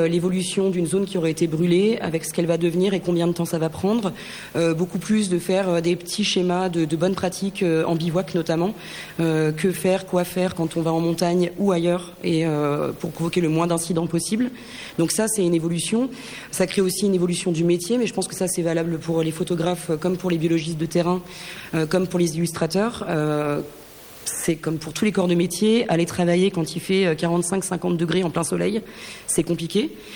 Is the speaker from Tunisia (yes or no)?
no; the Alps, France; comme toi, je suis des Alpes